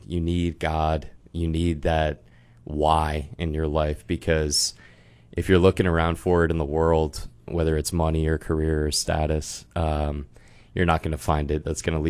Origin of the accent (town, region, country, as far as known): Sudbury, Massachusetts, United States; born or raised there